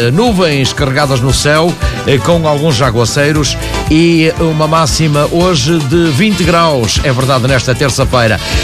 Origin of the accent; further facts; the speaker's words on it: Portugal; porque nós somos portugueses.